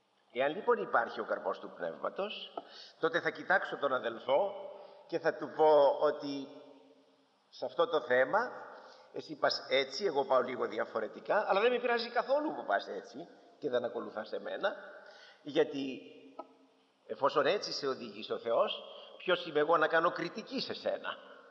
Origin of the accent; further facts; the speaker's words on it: Greece; σαν Έλληνες έχουμε την τάση